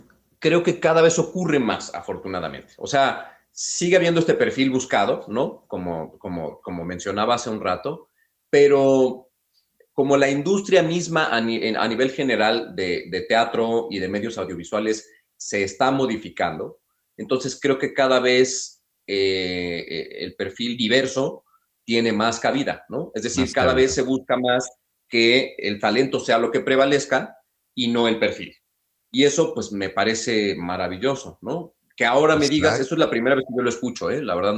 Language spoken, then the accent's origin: Spanish; Mexico; Y pues somos mexicanos.